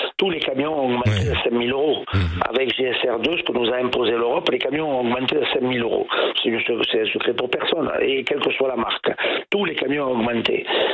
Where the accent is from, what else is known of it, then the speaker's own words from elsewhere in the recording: Chambon, France; Moi je suis de Chambon et elle est à Loudaviel dans les Pyrénées, tu vois.